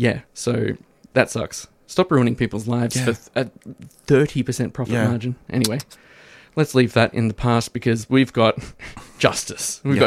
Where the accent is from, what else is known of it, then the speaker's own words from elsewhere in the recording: Tasmania, Australia; I grew up in Tasmania.